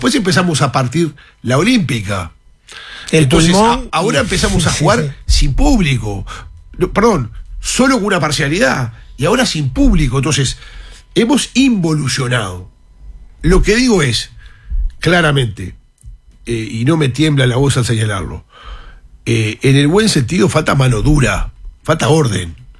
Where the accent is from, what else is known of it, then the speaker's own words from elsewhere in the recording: San José, Uruguay; moved away as an adult; also born or lived in Montevideo; Yo vine de San José, de mi departamento, a estudiar a Montevideo, a facultad, como tantos del interior